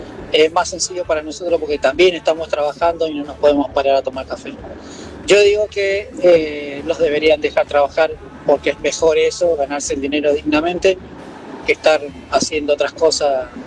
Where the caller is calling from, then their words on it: Luján, Buenos Aires Province, Argentina; de Luján.